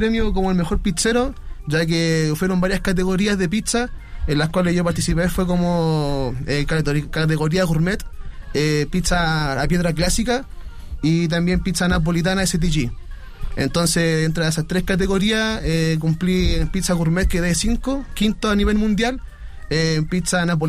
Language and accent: Spanish; Puente Alto, Santiago Metropolitan Region, Chile; Soy de Puente Alto.